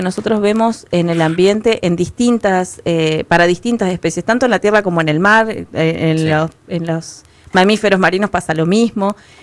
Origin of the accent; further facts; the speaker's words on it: Chile; now in Río Gallegos, Argentina; te cuento que soy chilena